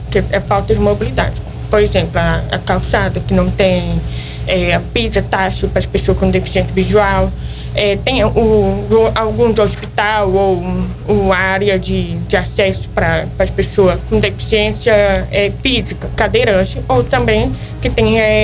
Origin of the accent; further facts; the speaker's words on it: Brasília, Federal District, Brazil; eu sou deficiente auditiva desde que eu nasci. Sou de Brasília, do DF, lá de Ceilândia.